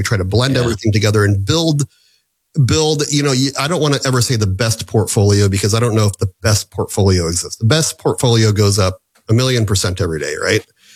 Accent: Omaha, Nebraska, United States; We're Midwestern. I was born and raised right here in Omaha.

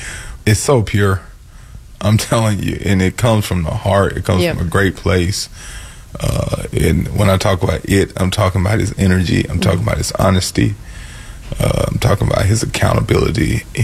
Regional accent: Mississippi, United States; also born or lived in Hamilton, Ontario; I'm from Mississippi.

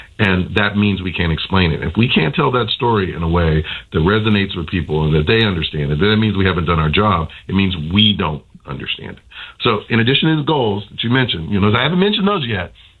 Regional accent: the South, United States; As you know, I'm from the South

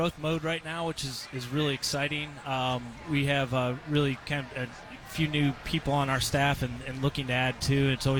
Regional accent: St. Louis, Missouri, United States; moved away; I grew up in St. Louis

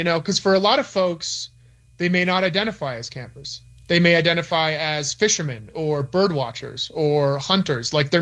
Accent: Virginia, United States; moved away; I'm originally from Virginia

